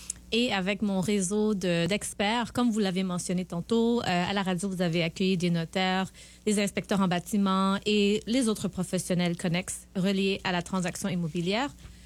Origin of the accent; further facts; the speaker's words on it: Montreal, Quebec, Canada; also born or lived in Seychelles; je suis Seychelloise. Je suis née aux îles Seychelles et okay. J'ai immigré ici avec ma famille. Donc, j'ai grandi à Montréal. Donc, je suis un produit de la loi 101 aussi.